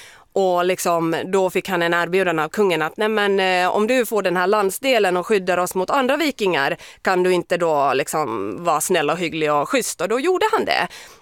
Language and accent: Swedish; Finland; Och nu säger vi, jag är ju finsk.